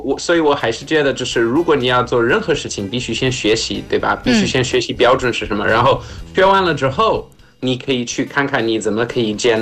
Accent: South Africa; Chinese is a second language; now in China; 在我年轻的时候在南非长大，我爸爸教我怎么烧烤，因为南非人烧烤是特别重要的一件事情。

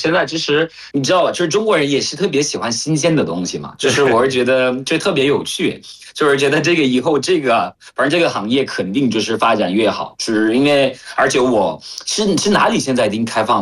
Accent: Cameroon; Chinese is a second language; now in China; 我是来自喀麦隆的

